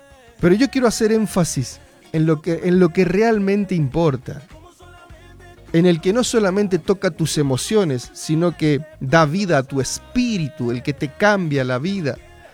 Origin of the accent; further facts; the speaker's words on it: Argentina; No pasa nada con que veas el partido. Somos argentinos.